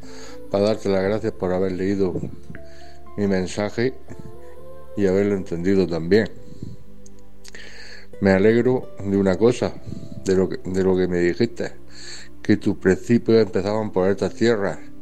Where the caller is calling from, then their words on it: Fuente Álamo, Region of Murcia, Spain; de Fuente Álamo, Murcia.